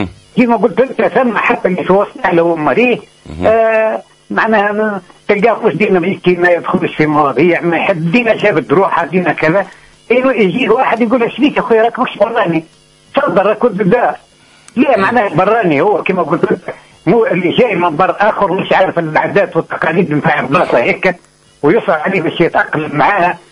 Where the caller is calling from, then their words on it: southern Tunisia, Tunisia; ما تنكرش ما تقولش إني لا مانيش من الجنوب